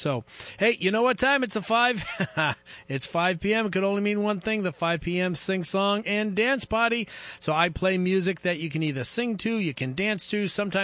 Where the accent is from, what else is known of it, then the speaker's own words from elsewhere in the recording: South Boston, Massachusetts, United States; With Southie is my hometown.